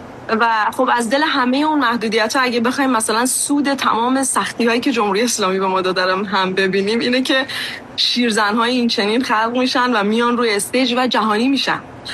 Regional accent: southern Iran, Iran; ما که از جنوب اومدیم

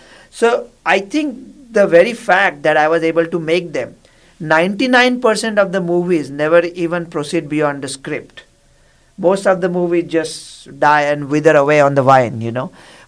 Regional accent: India; I grew up in India

